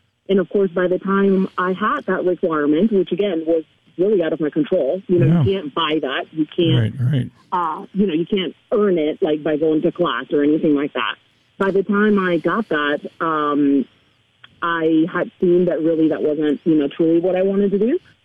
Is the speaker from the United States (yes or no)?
no; Spain; first language Spanish; English is a second language